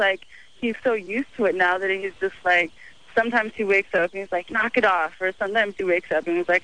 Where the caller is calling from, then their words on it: Alaska, United States; we're in Utah right now, and we're going back. I'm from Alaska.